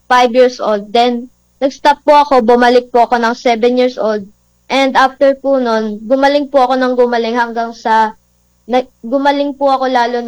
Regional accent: Meycauayan, Bulacan, Philippines; Mikawayan, Bulacan.

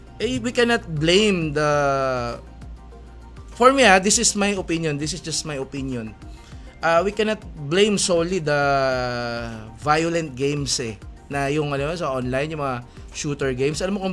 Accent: Pasay, Metro Manila, Philippines; may nailigtas yan na minor de edad dun sa Barangay 76 sa amin sa Pasay.

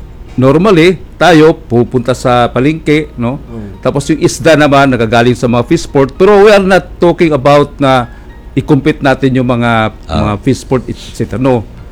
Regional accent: Bantayan Island, Central Visayas, Philippines; sa amin sa Bantayan Island.

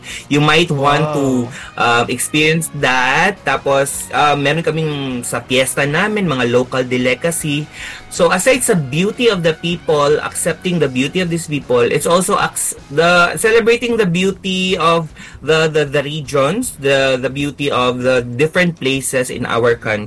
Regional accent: Iligan, Northern Mindanao, Philippines; experience ko growing up dito sa Iligan

